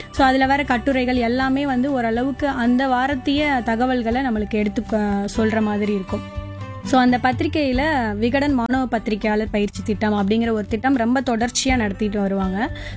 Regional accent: Arittapatti, Tamil Nadu, India; moved away as an adult; என்னுடைய பிறந்த ஊர் நீங்க சொன்ன மாதிரி அரிட்டாபட்டி அப்படின்னு ரொம்பவே ஒரு சின்ன ஒரு கிராமம்.

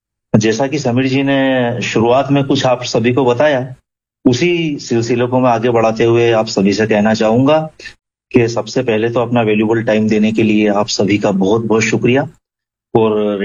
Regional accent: Madhya Pradesh, India; born there; now in Udaipur, India; by birth तो मैं MP से हूं, लेकिन पिछले 30 सालों से मेरा राजस्थान में रहना हुआ, और यहां पे ही फिर मन रच बस गया, और फिलहाल तो मैं यहीं से हूं

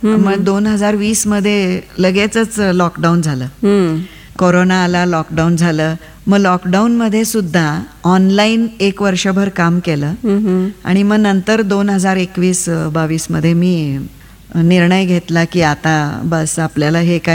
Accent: Wathar, Maharashtra, India; आणि वाठार म्हणून साताऱ्याच्या इथं आमचं एक गाव आहे

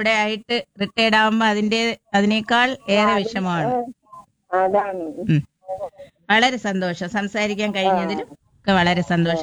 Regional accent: Poovachal, Kerala, India; എന്റെ വീട് പൂവച്ചലാണ്, പൂവച്ചൽ.

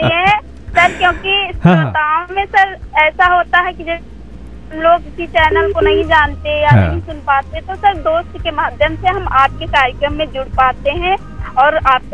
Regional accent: Jagdishpur, Uttar Pradesh, India; मेरा गांव है जगदीशपुर, जो सीवर के पास में पड़ता है, और हमारा जिला रायबरेली है।

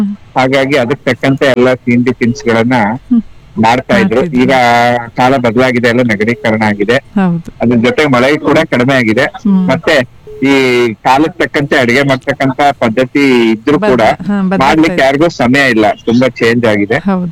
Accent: BR Project, Karnataka, India; now in Shivamogga, India; ನಾವು ಚಿಕ್ಕವರಿದ್ದಾಗ B R project ನಲ್ಲಿ

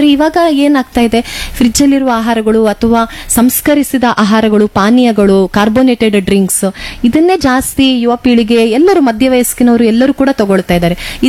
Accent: Karnataka, India

